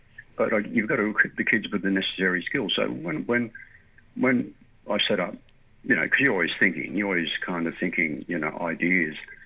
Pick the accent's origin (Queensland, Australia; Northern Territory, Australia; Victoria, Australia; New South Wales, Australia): New South Wales, Australia; Sydney; born there; also born or lived in Moree, New South Wales; I'm from Moree and I'm out at Miller Green Valley growing up and I could go to Liverpool Olympic swimming pool in 1965 and I'm 9 years of age.